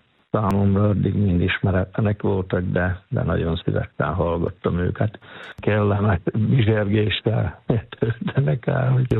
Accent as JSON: {"language": "Hungarian", "town": "Pápasalamon", "region": "Veszprém County", "country": "Hungary", "said": "Pápa Salamonból származom, ez egy nagyon csodálatos kis ékszerdoboz, pápa és a Somló egy közti területen van pápától 14 kilométerre."}